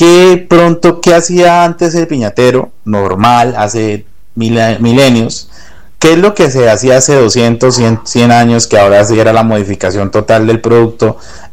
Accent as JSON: {"language": "Spanish", "country": "Colombia", "tie": "born or raised there", "said": "nosotros somos colombianos, yo como que les hacía caras a los profesores, yo, ah, no sé, señor, a mí eso no es que me, esto, y más que yo crecí también en finca cafetera"}